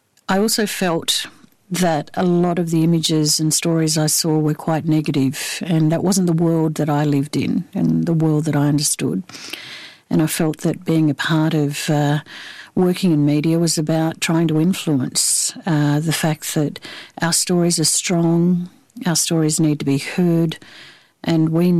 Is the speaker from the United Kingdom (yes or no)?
no; Borroloola, Northern Territory, Australia; I grew up in a place called Borroloola, which is 1,000 kilometres southeast of Darwin. And my family are the Yanyuwa Gadawa people there, but we're also very closely linked with the Mara and Gurangi peoples.